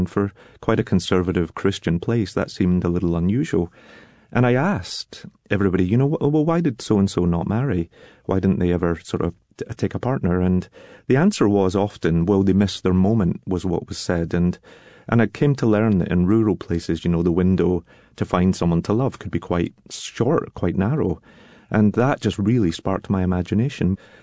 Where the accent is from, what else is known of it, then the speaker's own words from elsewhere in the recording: Glasgow, Scotland, United Kingdom; I mean, I am a Scotsman who grew up in Glasgow, but I had never been to the Outer Hebrides before.